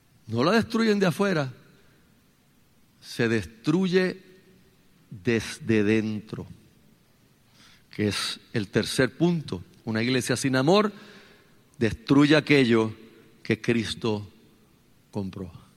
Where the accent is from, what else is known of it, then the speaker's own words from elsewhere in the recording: Carolina, Puerto Rico; cuando yo me crié en Carolina, pues yo no sé, los perros eran como parte de todo el panorama